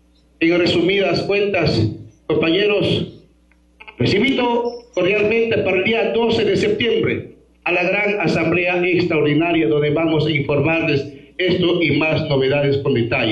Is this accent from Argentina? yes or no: no; Morona Santiago, Ecuador; todos los Shuar que somos hijos de la FIS